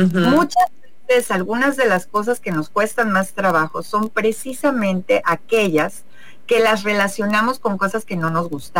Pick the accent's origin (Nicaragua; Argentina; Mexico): Mexico; accent: Mexican; first language Spanish; siempre vamos a tener el acento mexicano, ¿no? O sea, de que nos vayamos a otro lado, siempre vamos a hablar ese de esa manera, porque nuestra lengua materna es el español, y toda la vida hemos vivido acá.